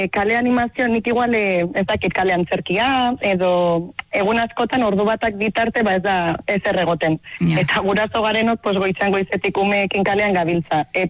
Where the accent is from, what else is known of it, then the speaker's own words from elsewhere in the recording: Basque Country, Spain; now in Orduña, Spain; ni berez Gipuzkoarra naiz, baina Urduñan bizi naiz ja urte mordo bat.